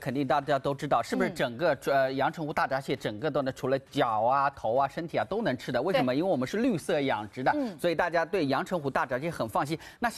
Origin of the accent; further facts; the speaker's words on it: Suzhou, Jiangsu, China; 我作为苏州人，我也不卖苏州的 AB 货。